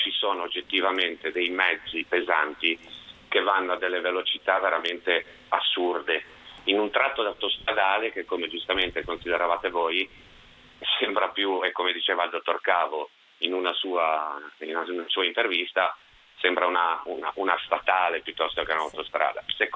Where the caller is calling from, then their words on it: Genoa, Liguria, Italy; da Genova.